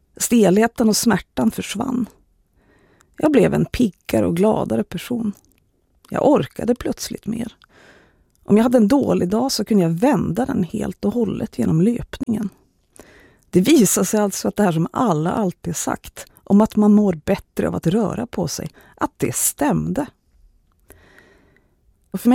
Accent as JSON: {"language": "Swedish", "region": "Jämtland County", "country": "Sweden", "tie": "born or raised there", "said": "Ja, det här blev ju också värre av att jag växte upp i Jämtland där utomhusidrott och att röra på sig överlag är människors allra vanligaste och viktigaste hobby."}